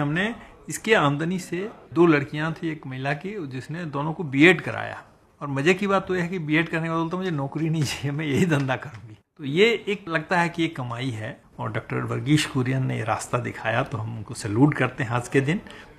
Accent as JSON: {"language": "Hindi", "region": "Jharkhand", "country": "India", "said": "मैं चूंकि एक ग्रामीण परिवेश से पला बढ़ा हूँ, मैं झारखंड का रहने वाला हूँ, और उसमें महिलाएं मार्केट जाके करेंगी ये थोड़ा एक्सेप्टेबल नहीं था।"}